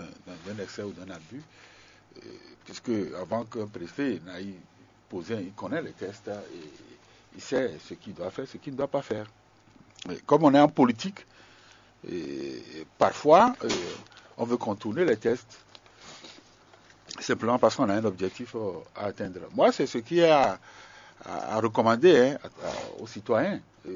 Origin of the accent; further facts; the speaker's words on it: Benin; Je suis béninois.